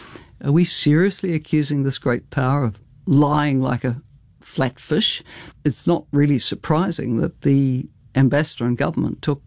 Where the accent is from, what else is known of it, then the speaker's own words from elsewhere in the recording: New Zealand; I love New Zealand. I'm a Kiwi. Apart from the 8 years at the United Nations Development Programme, I've lived here my entire life.